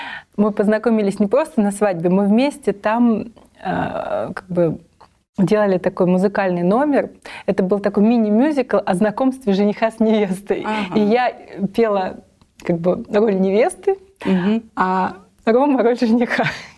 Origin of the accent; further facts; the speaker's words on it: Voronezh, Voronezh Oblast, Russia; Я родилась и выросла в Воронеже. Это всего 100 километров от Липецка. Вот, там училась.